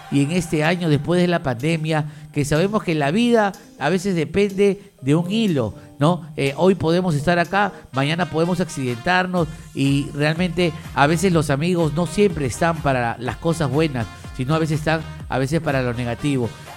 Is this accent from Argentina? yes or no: no; Peru